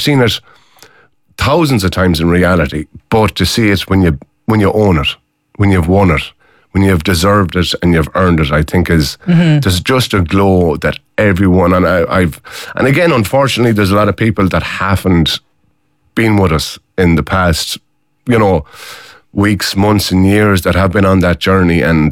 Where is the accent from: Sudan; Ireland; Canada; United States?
Ireland; Connacht; I'm from Mayo for me sins.